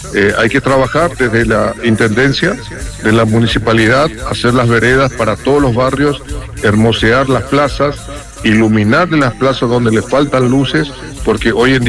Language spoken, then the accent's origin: Spanish; Luque, Central, Paraguay; desde nuestra querida ciudad de Luque. Yo, por ejemplo, soy de Curva Romero, donde estoy ahora en mi casa, y siempre el orgullo era de ser luqueño